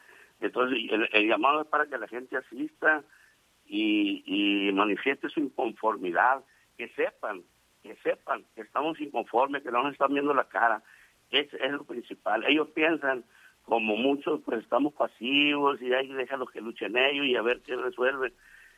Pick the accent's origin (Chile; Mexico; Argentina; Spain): Mexico; somos los mexicanos